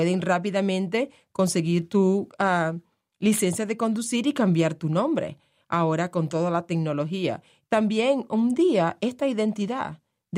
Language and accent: Spanish; Maracaibo, Zulia, Venezuela; now in United States; aunque también soy venezolana, todo el mundo me conoce como